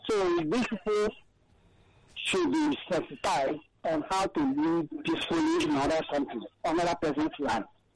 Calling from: Abuja, Federal Capital Territory, Nigeria; I'm calling from Abuja.

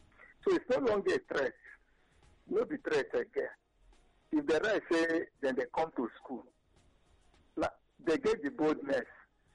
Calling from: Imo, Nigeria; I'm not from the north, so I'm from Imo State

